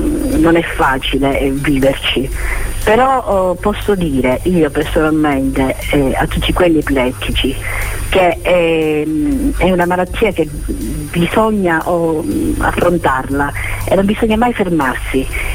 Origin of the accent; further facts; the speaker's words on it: San Cataldo, Sicily, Italy; vengo da provengo di San Gattardo, provincia di Caltanissetta.